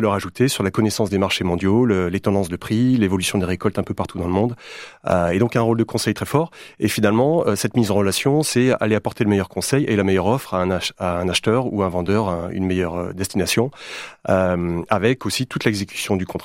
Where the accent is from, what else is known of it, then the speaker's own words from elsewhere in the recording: Brittany, France; moved away; Je suis effectivement originaire de Bretagne, fils d'agriculteur. Donc j'ai baigné dans l'agriculture bretonne.